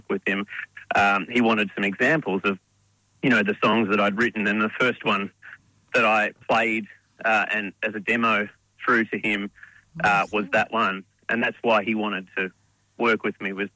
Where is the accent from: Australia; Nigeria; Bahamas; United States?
Australia; Victoria; my family property that I grew up on back in Western Victoria.